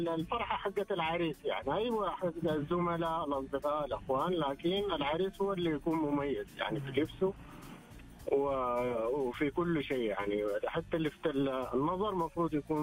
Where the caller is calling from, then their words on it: Jeddah, Makkah Province, Saudi Arabia; انا اكلمك من جدة.